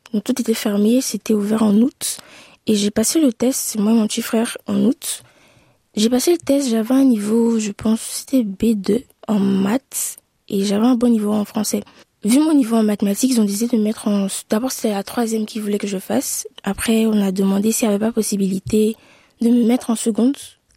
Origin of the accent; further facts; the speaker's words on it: Abidjan, Côte d’Ivoire; j'ai 17 ans. Je suis née en Côte d'Ivoire à Abidjan, à Yopougon, dans la commune. J'ai grandi avec mes parents